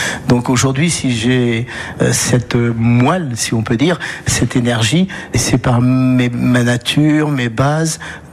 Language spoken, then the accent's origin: French; La Rochelle, Nouvelle-Aquitaine, France; born there; je suis né à La Rochelle, je suis né à La Palisse. Certains disent sur le boulevard de la Soif, au port de commerce.